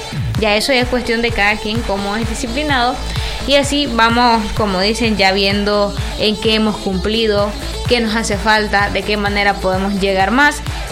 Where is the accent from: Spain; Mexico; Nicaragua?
Nicaragua; los nicaragüenses celebramos todo